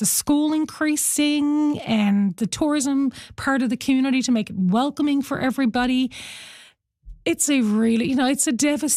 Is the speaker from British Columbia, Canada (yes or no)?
no; Placentia, Newfoundland and Labrador, Canada; Southern Harbor is quite close to me in the fact that I grew up in Placentia, so I'm quite used to Southern Harbor.